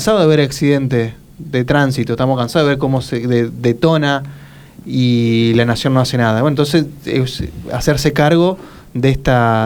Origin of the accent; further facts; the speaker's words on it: Santa Fe, Argentina; lo que nos perjudicamos somos los santafesinos.